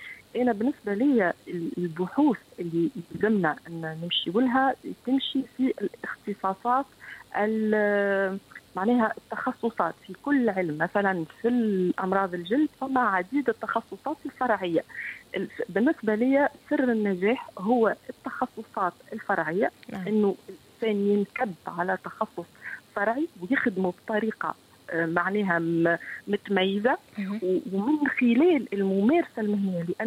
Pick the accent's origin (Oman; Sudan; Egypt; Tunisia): Tunisia; ويعطيوا لبلادنا تونس لأنها في أمس الحاجة لنا،